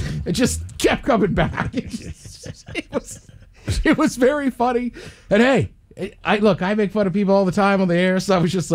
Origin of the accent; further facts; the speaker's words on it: United States; as an American